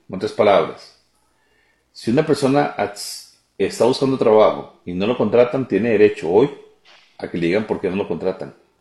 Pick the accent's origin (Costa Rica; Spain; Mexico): Costa Rica; nosotros como ticos, siempre estamos asegurados por el seguro social.